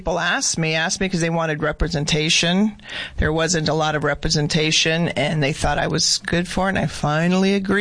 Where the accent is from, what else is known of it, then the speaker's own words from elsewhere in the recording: Yuma, Arizona, United States; I am originally from Yuma, and I beat her. My relatives come back from the 1800s.